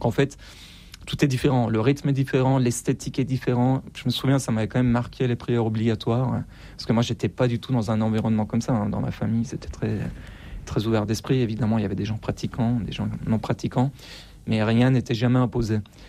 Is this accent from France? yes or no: no; Iran; Moi, j'ai grandi en Iran sous Ahmadinejad, Khatami, Rouhani, donc des présidents conservateurs et réformateurs.